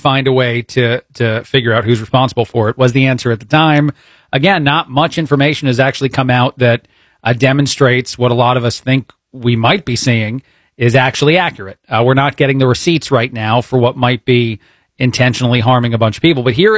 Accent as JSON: {"language": "English", "country": "United States"}